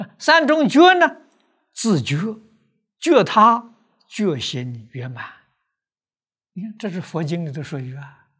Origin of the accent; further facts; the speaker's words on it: China; 我们中国人不会尊重的